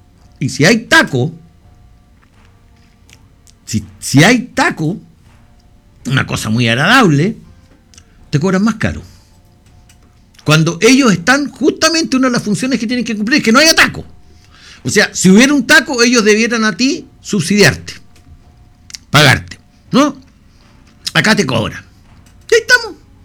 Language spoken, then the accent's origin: Spanish; Chile